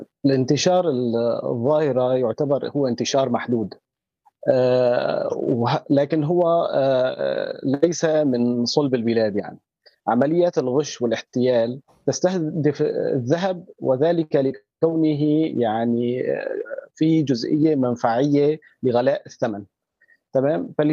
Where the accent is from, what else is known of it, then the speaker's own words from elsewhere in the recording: Aleppo, Aleppo Governorate, Syria; حاليا نحن بسوريا لا يوجد سوق، لا يوجد به على الأقل جهاز عيار واحد. مثلا نحن عندنا في حلب مثلا ربما يكون عندنا قرابة تقريبا بحلب 20 جهاز